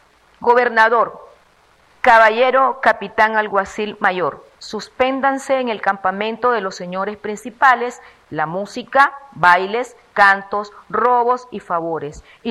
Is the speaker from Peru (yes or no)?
no; Nicaragua